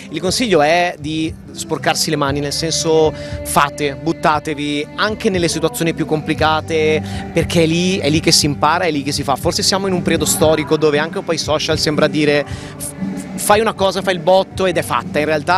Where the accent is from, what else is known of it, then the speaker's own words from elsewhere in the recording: Veneto, Italy; io sono veneto